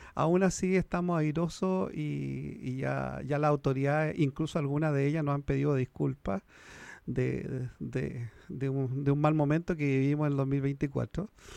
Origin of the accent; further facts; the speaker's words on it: Santiago, Santiago Metropolitan Region, Chile; yo soy santiaguino y tomo y lomo.